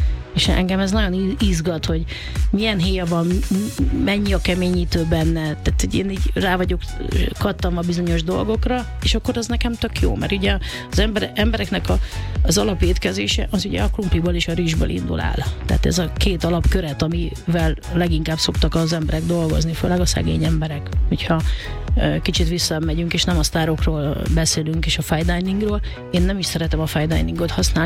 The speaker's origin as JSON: {"language": "Hungarian", "country": "Hungary", "tie": "born there", "said": "én nagyon vidéki gyerek vagyok"}